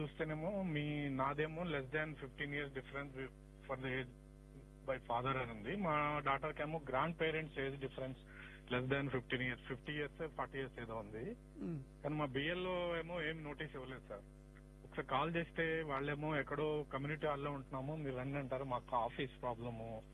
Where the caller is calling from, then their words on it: Hyderabad, Telangana, India; Madam నేను హైదరాబాద్ మదీనాగూడ నుంచి మాట్లాడుతున్నా మేడం.